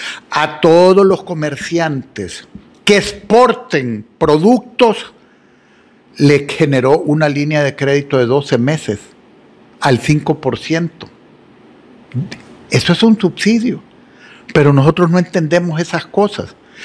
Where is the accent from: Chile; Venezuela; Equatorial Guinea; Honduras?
Honduras; somos nosotros, los hondureños.